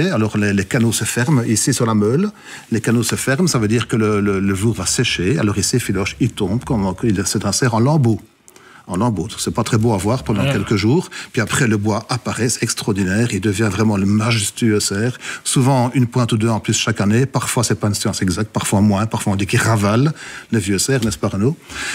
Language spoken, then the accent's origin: French; Rochehaut, Wallonia, Belgium; Chez nous, à Rochehaut